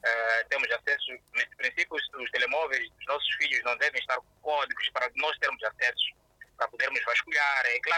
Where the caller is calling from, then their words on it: Nampula, Mozambique; Falo de Nampula.